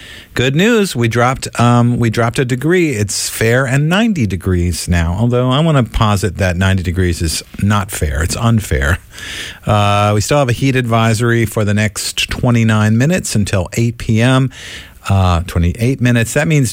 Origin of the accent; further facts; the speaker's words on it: Virginia, United States; moved away; I was just talking about being from Virginia. Walking around today makes me makes me think of my home state of Virginia.